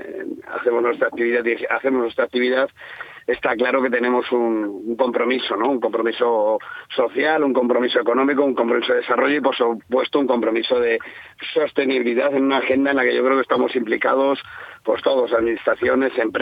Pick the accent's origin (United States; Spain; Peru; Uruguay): Spain; Castile and León; Nosotros somos de Castilla y León, nosotros somos de este territorio, somos rurales en origen